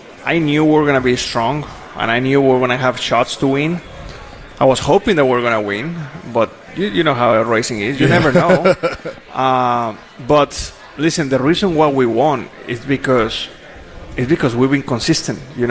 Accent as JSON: {"language": "English", "country": "Mexico", "second_language": "English", "moved": "yes", "lives_now": "United States", "said": "when I moved to the United States, I didn't speak English."}